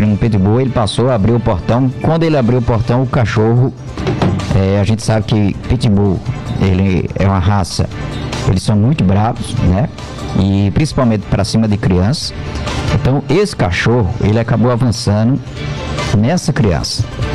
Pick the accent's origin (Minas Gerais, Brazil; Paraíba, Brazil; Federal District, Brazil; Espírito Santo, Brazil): Paraíba, Brazil; Campina Grande; Maria Lúcia tá lá em Campina Grande, tá lá na minha cidade, né?